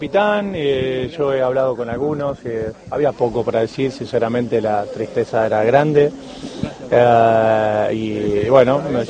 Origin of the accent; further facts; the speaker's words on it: Argentina; creo que con nosotros como argentinos tenemos que reconocer a veces que el rival juega